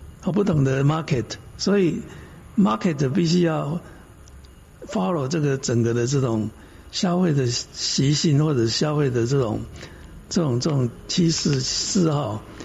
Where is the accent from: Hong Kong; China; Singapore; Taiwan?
Taiwan; 我们台湾人喜欢吃茶叶蛋